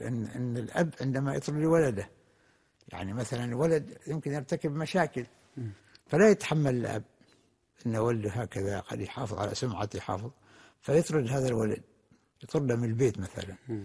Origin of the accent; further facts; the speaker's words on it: Oman; مثلا عندنا في عمان تجد الواحد أين يذهب، يعني البلد كلها متكاتفة وكلها متعاونة وكلها متعارفة.